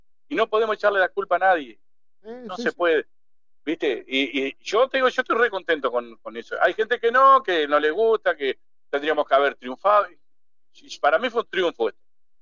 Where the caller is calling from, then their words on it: Argentina; porque soy argentino